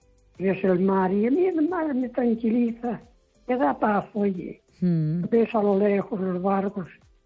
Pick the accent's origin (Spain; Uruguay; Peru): Spain; Castro de Rei, Galicia; born there; moved away as an adult; now in Foz, Spain; yo nací en Caso de Rey, en Tierra Llana